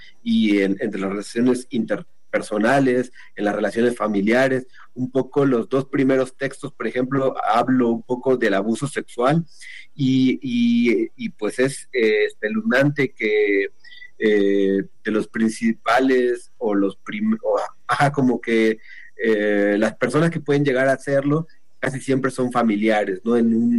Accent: Zoque area, Mexico; moved away as an adult; now in Mexico City, Mexico

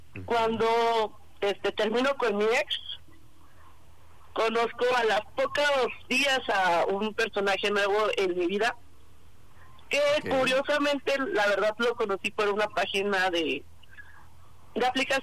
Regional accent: Xochimilco, Mexico City, Mexico; Tengo 20 años y soy de aquí, de Xochimilco.

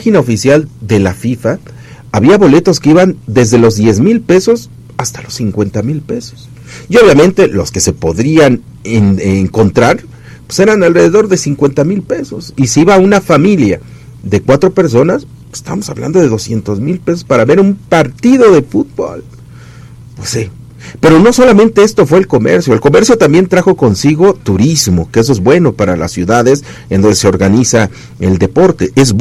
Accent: Mexico

